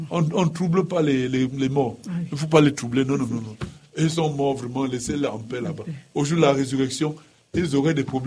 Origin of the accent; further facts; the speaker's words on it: Tonga, West, Cameroon; Je me rappelle chez nous dans le Ndé, chez moi à Tonga, je ne pense pas.